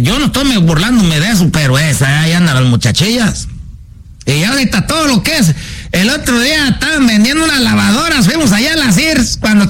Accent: Michoacán, Mexico; Es que los estoy diciendo, y como somos allá de Michoacán, andamos allá para donde está esto de la mariposa monarca.

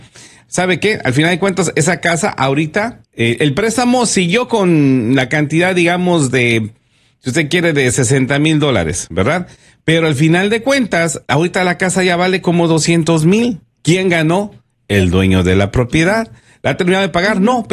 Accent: Mexico; el sistema nos ha enseñado, los que venimos desde México, que no agarres deudas.

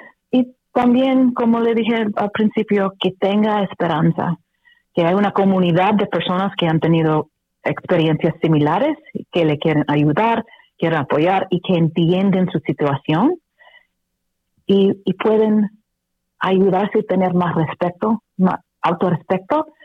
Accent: Arizona, United States; Spanish is a second language; Yo crecí en Arizona y pasé un poco de tiempo en México

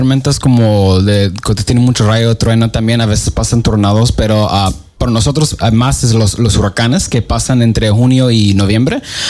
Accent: Florida, United States; Desde cuando estaba niño. Crecí en Florida

